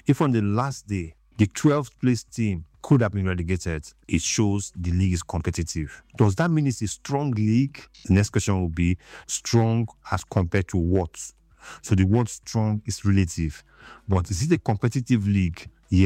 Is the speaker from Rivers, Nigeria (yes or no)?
yes; Rivers, Nigeria; now in Port Harcourt, Nigeria; I'm just a Nigerian football lover